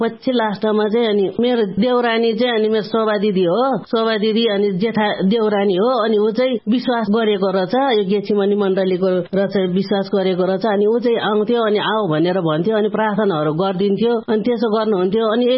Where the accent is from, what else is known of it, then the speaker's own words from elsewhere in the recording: Lisyang, Bagmati, Nepal; अनि मेरो घर चाहिँ लिस्याङको हो, सिन्धुपाल्चोक लिस्याङको, अनि मेरो सन्तानहरू चाहिँ सबै बुद्धिस्ट हो, के अरे लामाहरू हो, अनि म पनि लामाको छोरी हो।